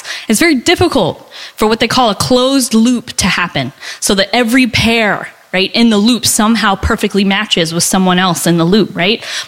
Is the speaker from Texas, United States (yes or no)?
yes; Texas, United States; I'm from the South, right? The storytelling.